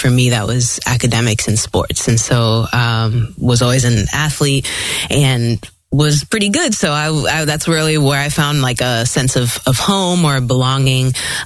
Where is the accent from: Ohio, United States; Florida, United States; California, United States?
Florida, United States; Orlando; born or raised there; also born or lived in Philippines